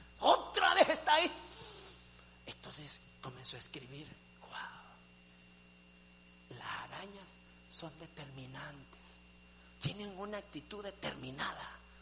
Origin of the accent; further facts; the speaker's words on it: El Salvador; moved away; Allá en El Salvador, los que venimos de Centroamérica, limpiamos.